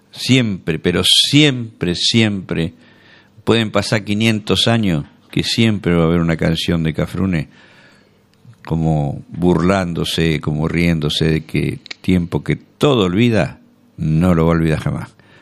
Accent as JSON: {"language": "Spanish", "country": "Argentina"}